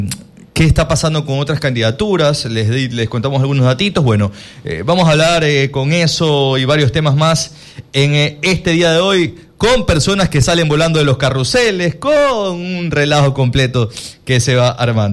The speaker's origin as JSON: {"language": "Spanish", "country": "Ecuador", "said": "cómo somos los ecuatorianos"}